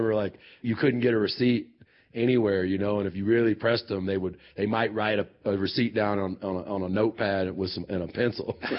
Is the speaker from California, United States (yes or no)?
no; Texas, United States; born there